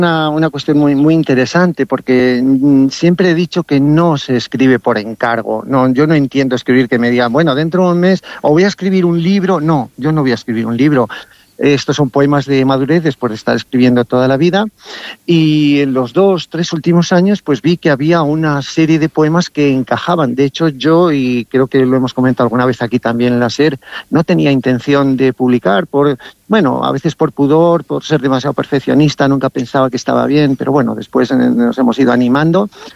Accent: Castile and León, Spain; El sábado estamos en mi pueblo natal, en Muñoz Ancho

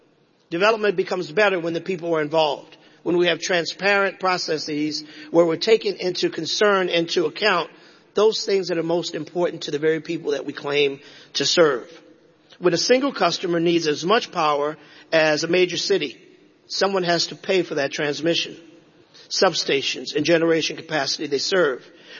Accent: Louisiana, United States; I'm from South Louisiana, where energy production, refineries, major ports, and chemical manufacturing are part of the economic backbone of our state.

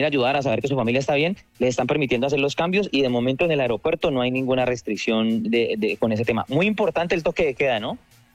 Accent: Colombia; Somos colombianos en pro

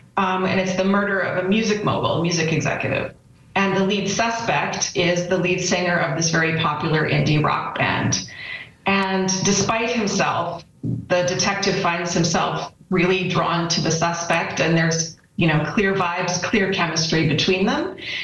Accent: Calgary, Alberta, Canada; born or raised there; moved away; also born or lived in New York City, United States

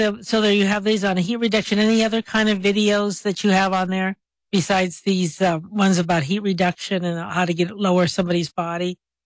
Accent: Albuquerque, New Mexico, United States; because I grew up here in Albuquerque.

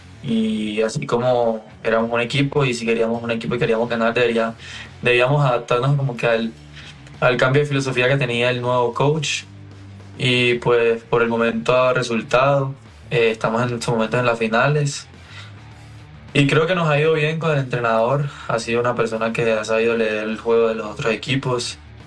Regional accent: Barranquilla, Atlántico, Colombia; born there; Barranquilla. Barranquilla.

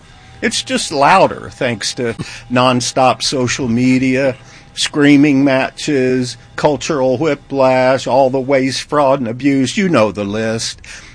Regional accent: United States; I won the lottery the day I was born in America. One of my earliest memories of being an American was the day JFK was assassinated.

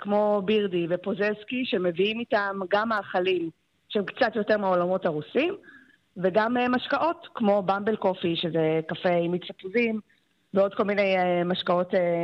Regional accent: Haifa, Haifa District, Israel; born or raised there

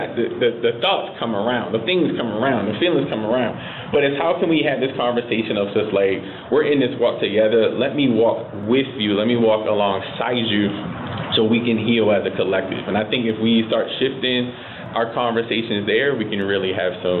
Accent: Baltimore, Maryland, United States; I'm here, born and raised in Baltimore.

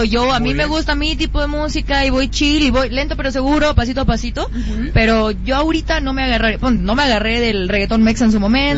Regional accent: Bolivia; now in Mexico City, Mexico; aquí en México me he tenido como que calmar. Mm-hmm. En mi país, saludos a Bolivia.

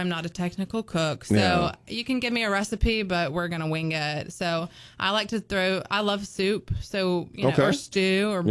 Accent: Birmingham, Alabama, United States; so I grew up in Birmingham and my grandma's from a really small town called Grove Hill and, it's in South Alabama.

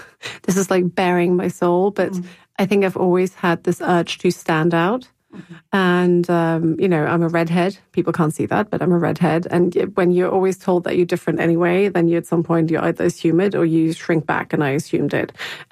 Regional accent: Hamburg, Germany; the flat that I grew up in Hamburg had, it evolved, obviously.

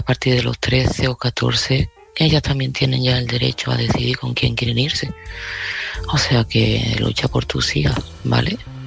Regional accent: Seville, Andalusia, Spain; de Sevilla y este mensaje va para Ana.

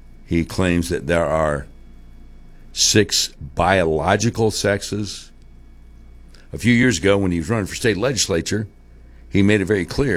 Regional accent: Texas, United States; I'm sitting here eating barbecue brisket. I'm a Texan.

